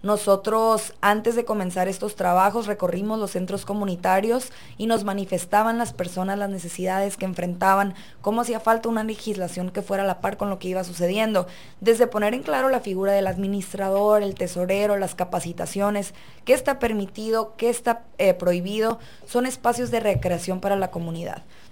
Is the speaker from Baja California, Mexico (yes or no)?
yes; Tijuana, Baja California, Mexico; born there; soy de abuelos y padres nacidos en este municipio, al igual que mi hermano y yo nacimos aquí en Tijuana